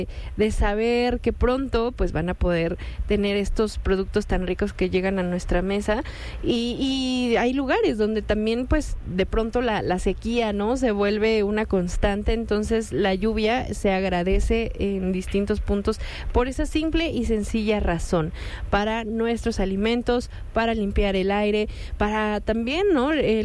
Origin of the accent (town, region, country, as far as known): Mexico